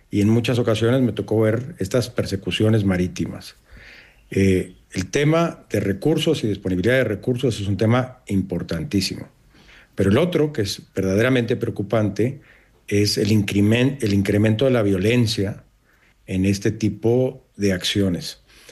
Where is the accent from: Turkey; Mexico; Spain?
Mexico; Y hoy vemos la realidad que vive mi país de origen, y no nada más México